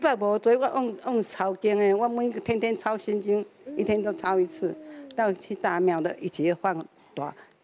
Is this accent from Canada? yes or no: no; Taiwan; accent: Taiwanese Hokkien; first language Taiwanese Hokkien; Chinese is a second language; 我台语班的呢，我讲台语啊，惯习。